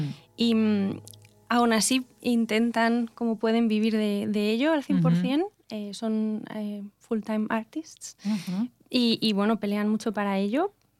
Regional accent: Valladolid, Castile and León, Spain; moved away as an adult; also born or lived in Madrid; now in Linz, Austria; desde Valladolid, mi ciudad natal.

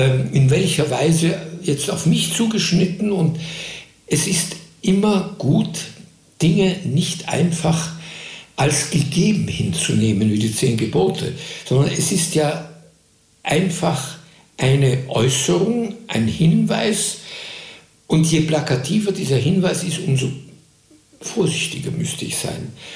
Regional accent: Austria; Ich musste als Österreicher in jedem deutschen Engagement Arbeitsbewilligung, Aufenthaltsgenehmigung, alles extra ansuchen

